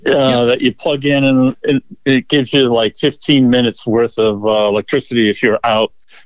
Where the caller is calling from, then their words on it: Anchorage, Alaska, United States; I'm calling from Alaska, Anchorage.